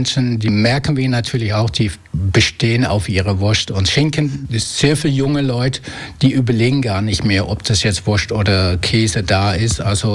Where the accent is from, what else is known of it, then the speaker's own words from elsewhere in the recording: Netherlands; moved away as an adult; also born or lived in Black Forest, Germany; now in Füssen, Germany; Ich bin Holländer, wohne aber seit 30 Jahren hier in Deutschland.